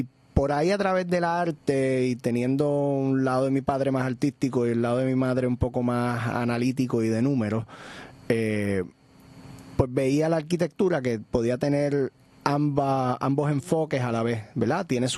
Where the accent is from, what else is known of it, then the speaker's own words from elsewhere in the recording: Mayagüez, Puerto Rico; yo me crié en Mayagüez, que entonces la cuestión de las artes era un poco más difícil de conseguir.